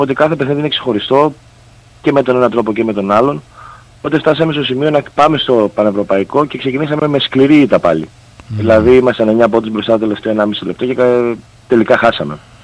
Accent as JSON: {"language": "Greek", "country": "Greece", "said": "τα συναισθήματα που χαρακτηρίζουν και εμάς ως Έλληνες"}